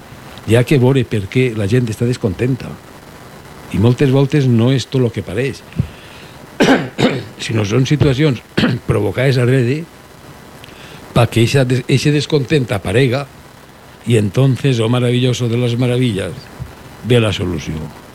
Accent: Oliva, Valencian Community, Spain; jo recorde de quan era xicotet en Oliva, famílies pudients que s'arruïnaven per una enfermedad d'un familiar.

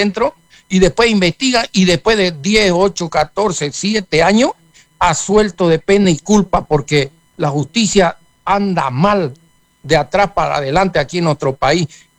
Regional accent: Montero, Santa Cruz, Bolivia

